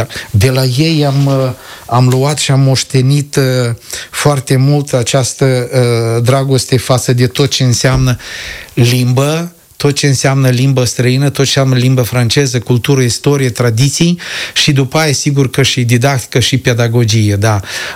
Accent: Fârlădeni, Căușeni District, Moldova; moved away as an adult; also born or lived in Tiraspol; În satul meu, din fârlădenii mei, din Căușeni, dar eu sunt din Șesu Popii de la Fârlădeni

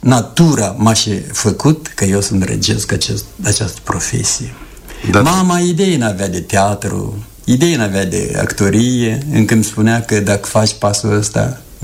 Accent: Egoreni, Soroca District, Moldova; în satul meu natal, Egoreni, m-am născut în 1937, județul Soroca, bineînțeles, pe vremuri, și absolvind școala medie din Soroca

